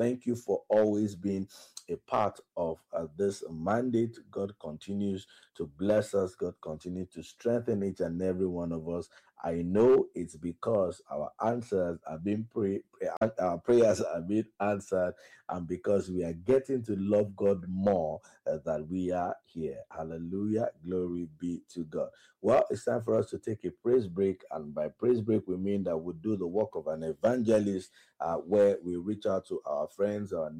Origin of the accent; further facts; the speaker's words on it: Oshogbo, Osun, Nigeria; Darling FM in Owerri, my hometown in Oshogbo, Ray Power Night 5.1, Port Harcourt